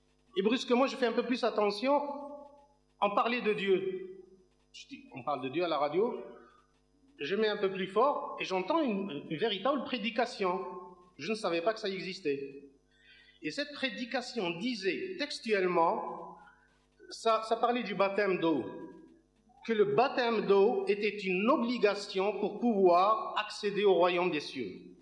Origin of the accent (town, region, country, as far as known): Algeria; born there